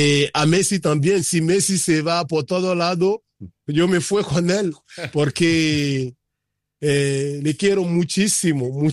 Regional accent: Benin

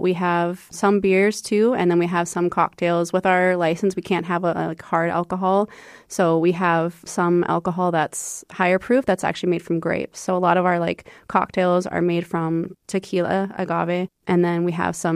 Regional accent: Washington, United States; moved away as an adult; now in Fargo, United States; and we came from Washington State, and we saw a gap in the industry that what Fargo had to offer.

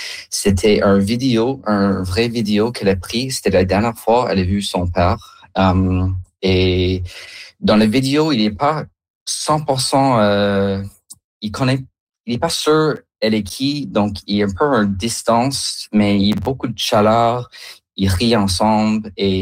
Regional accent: Kingston, Ontario, Canada; French is a second language; now in Edmonton, Canada; Comme moi, quand j'ai grandi en Kingston, j'ai pas connu comme des gens français.

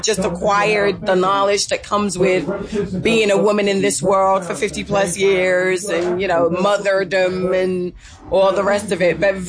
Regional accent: United Kingdom; moved away; being West Indian, being of West Indian descent and growing up in the UK

